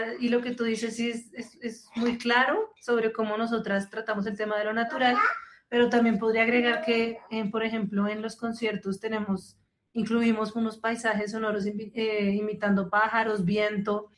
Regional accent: Bogotá, Colombia; nosotras que somos de Bogotá

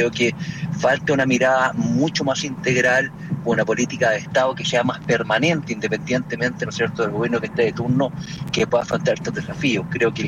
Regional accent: Valdivia, Los Ríos, Chile; yo lo hablo como una persona que soy oriunda de Valdivia, que es una ciudad que está aproximadamente a 900 kilómetros de Santiago.

